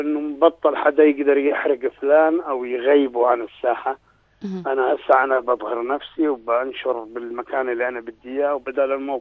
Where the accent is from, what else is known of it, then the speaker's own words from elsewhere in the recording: Jordan; عندنا بالأردن